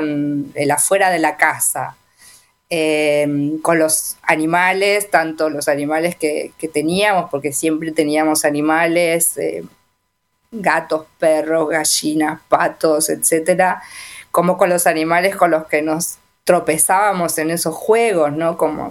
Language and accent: Spanish; Villa Elisa, Argentina; yo nací, crecí en un pueblo, en Villeliza, el pueblo que nombraste antes, que ahora es una ciudad, pero en ese momento era un pueblo muy pequeño.